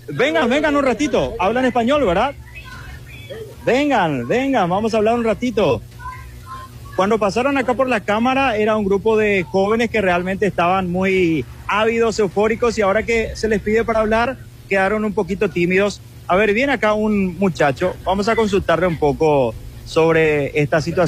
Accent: Paraguay; estás en Sudamérica, que somos vecinos de Argentina, de Brasil, que estamos en medio.

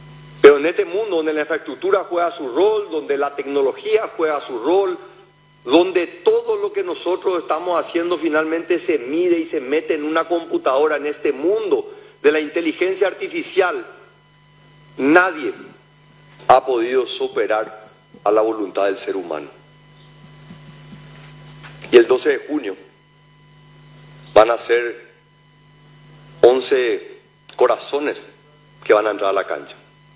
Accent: Paraguay; hoy está el momento que yo vengo a decirte como paraguayo

